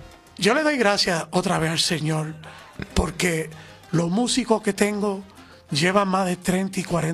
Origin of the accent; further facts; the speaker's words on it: Puerto Rico; Trompeta y trombón, pero la mayoría somos boricua.